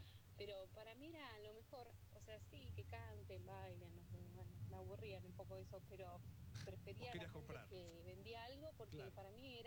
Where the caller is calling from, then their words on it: Pilar, Buenos Aires Province, Argentina; de Pilar.